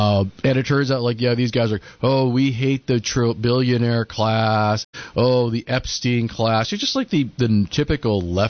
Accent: United States; as an American

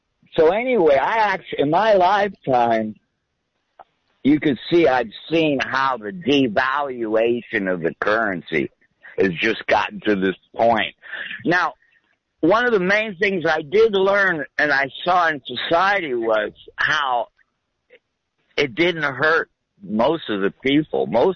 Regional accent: Pacifica, California, United States; also born or lived in San Francisco; Yeah, we moved from San Francisco down the coast, Pacifica. Oh, that was a nice little place to grow up.

